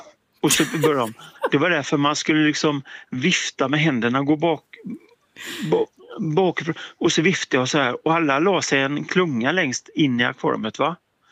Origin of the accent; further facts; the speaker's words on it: Gothenburg, Västra Götaland County, Sweden; now in Hammarö, Sweden; Hammarö men jag är göteborgare.